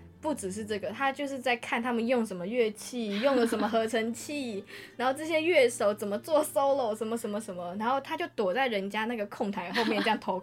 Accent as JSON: {"language": "Chinese", "country": "Taiwan", "said": "我说啊，違うです，我在希望台湾人です。"}